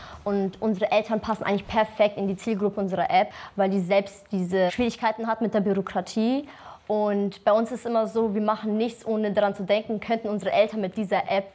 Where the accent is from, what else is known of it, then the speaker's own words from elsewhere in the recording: Germany; also born or lived in Kosovo; Wir kommen aus dem Kosovo und ich habe noch 2 kleinere Schwestern, die wurden in Deutschland geboren, aber ich bin halt auch im Kosovo geboren und wurde dann als Kleinkind, bin ich dann hier nach Deutschland gekommen und seitdem lebe ich jetzt hier.